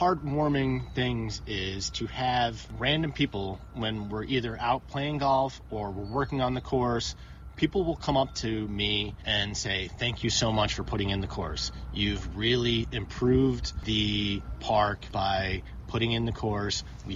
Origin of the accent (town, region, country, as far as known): Troy, New York, United States; born or raised there